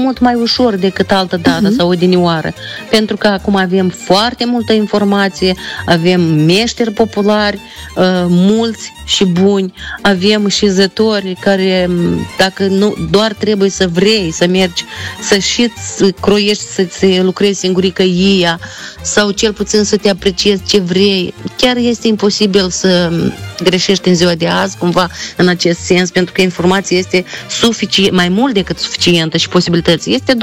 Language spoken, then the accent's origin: Romanian; Ciciuleni, Hîncești District, Moldova; moved away; Da, de la Ciciuleni.